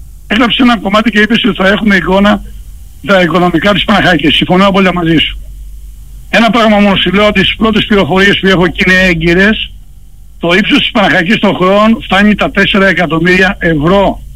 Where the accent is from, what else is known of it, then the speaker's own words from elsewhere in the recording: Patras, Western Greece, Greece; και ως πατρινοί